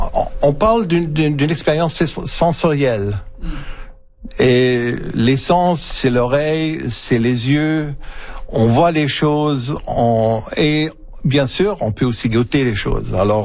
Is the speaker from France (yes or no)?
no; Germany; moved away; j'ai grandi dans un cadre, j'ai grandi en Allemagne où la musique classique est très, très présent